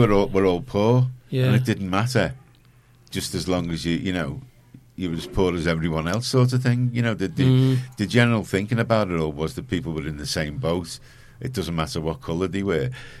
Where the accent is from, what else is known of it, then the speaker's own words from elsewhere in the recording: Liverpool, North West England, United Kingdom; I grew up in Garston, and, you know, there wasn't a lot of black people there